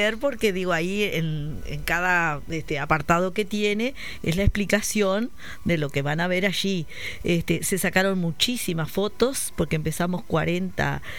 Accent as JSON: {"language": "Spanish", "town": "Rosario", "region": "Colonia", "country": "Uruguay", "said": "Como somos los rosarinos."}